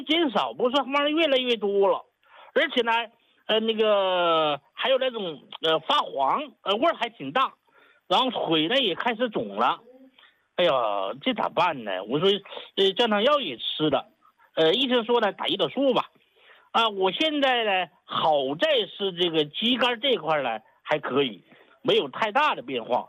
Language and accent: Chinese; Chongqing, China; 我是重庆的新患者，张老师。